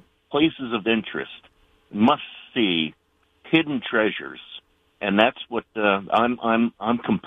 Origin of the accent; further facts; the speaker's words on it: New Jersey, United States; I was raised in New Jersey, so I know what the fast lane is.